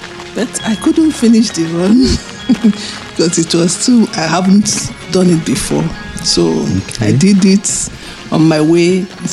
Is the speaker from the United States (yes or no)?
no; Nigeria; from Nigeria.